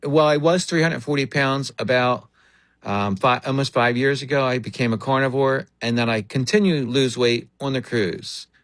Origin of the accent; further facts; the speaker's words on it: New Jersey, United States; I am from New Jersey, so you know what that means, right?